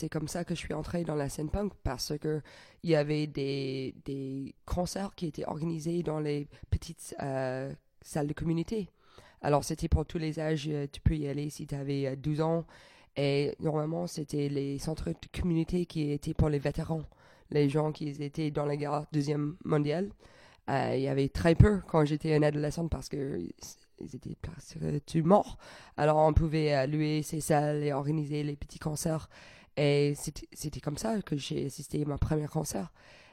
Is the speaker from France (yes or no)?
no; Edmonton, Alberta, Canada; je viens d'Edmonton, qui est la capitale d'Alberta. Et c'est une ville de plus de 1 million de personnes. Mais c'est bizarre parce que personne ne connaît. C'est un peu fameux parce qu'on a le plus grand botte de cowboy dans le monde.